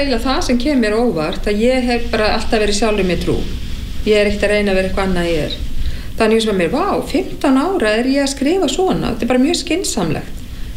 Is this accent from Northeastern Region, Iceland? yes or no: no; Capital Region, Iceland; born or raised there